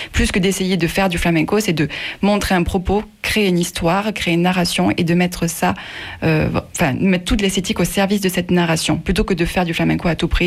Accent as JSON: {"language": "French", "area": "Larzac", "region": "Occitanie", "country": "France", "also_born_or_lived": "Seville", "moved": "yes", "said": "moi, je viens du Larzac, je suis avéronaise, j'ai aucune origine espagnole ni gitane, je ne peux pas l'inventer. J'ai un nom qui n'a aucune sonorité espagnole."}